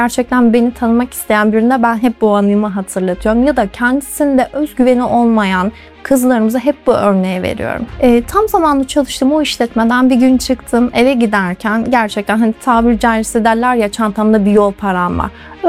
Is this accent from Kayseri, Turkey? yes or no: yes; Kayseri, Turkey; born there; 1997 doğumluyum, Kayseri doğumluyum.